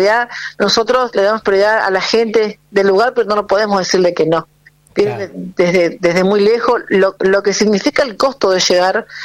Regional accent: Viedma, Río Negro, Argentina; yo particularmente soy somos tres personas que somos de Viedma

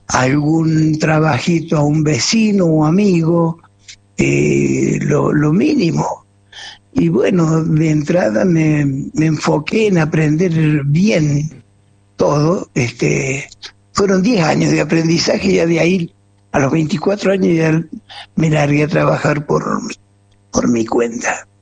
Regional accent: San Martín, Argentina; moved away; es en mi pueblo, en San Martín

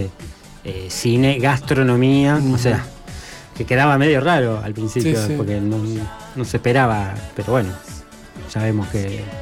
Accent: Argentina; Claro, pero yo digo nosotros los argentinos.

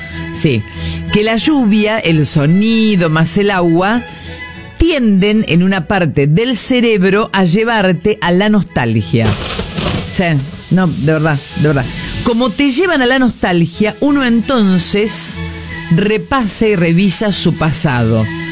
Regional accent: Argentina; los argentinos somos difíciles

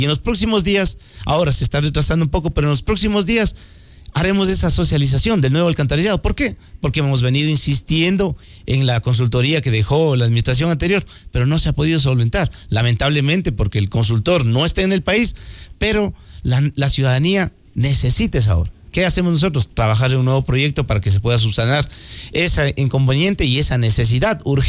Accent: Río Negro, Tungurahua, Ecuador; soy de Río Negro

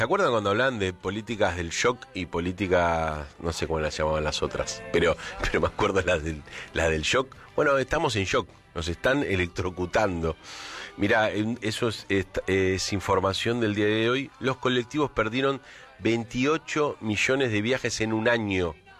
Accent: Argentina; somos argentinos

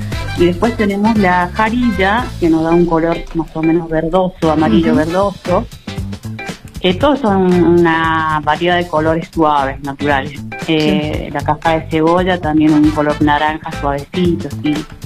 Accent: Laguna Blanca, Catamarca, Argentina; moved away as an adult; Bueno, yo nací y me crié ahí en Laguna Blanca hasta que tuve 18 años, 20, me vine acá a la ciudad y bueno, me incorporé a la Casa de la Puna.

